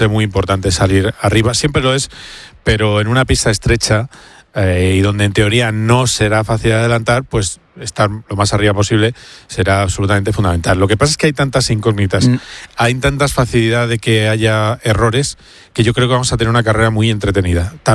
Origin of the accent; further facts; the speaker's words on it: Madrid, Community of Madrid, Spain; yo como madrileño, pues mira, encantado.